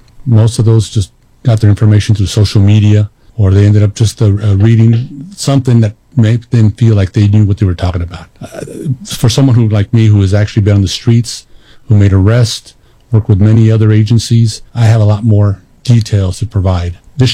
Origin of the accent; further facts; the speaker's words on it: El Paso, Texas, United States; I was born and raised in El Paso. I was from a middle-income family.